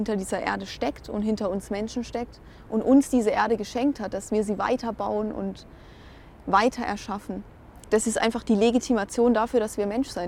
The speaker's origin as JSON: {"language": "German", "town": "Regensburg", "region": "Bavaria", "country": "Germany", "tie": "born there", "said": "dass mein Geburtsort Regensburg, da fließt auch ein Fluss durch."}